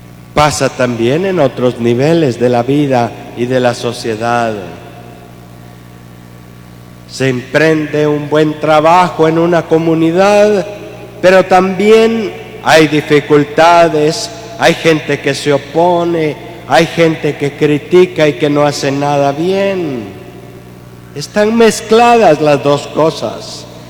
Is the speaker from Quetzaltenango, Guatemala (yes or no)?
yes; Quetzaltenango, Guatemala; now in Cobán, Guatemala; En Xela, en mi pueblo, sí había mucho trigo.